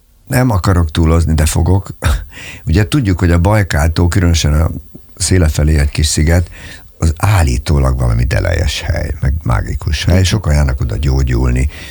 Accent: Lake Balaton, Hungary; egy hatalmas angol parkban nőttem föl, két kastélyban, aminek az egyik vége a Balaton volt.

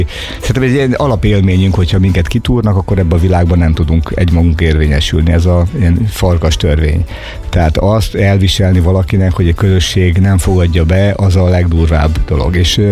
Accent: Battonya, Békés, Hungary; Én Batonyán nőttem fel, egy kis faluban ráadásul, tehát hogy nem is egy nagyváros elhagyatott utcáján, hanem ott mindenki ismert mindenkit

